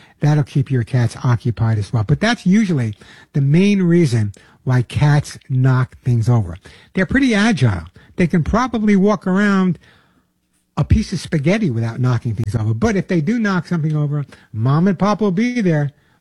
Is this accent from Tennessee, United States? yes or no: no; The Bronx, New York, United States; born or raised there; also born or lived in Long Island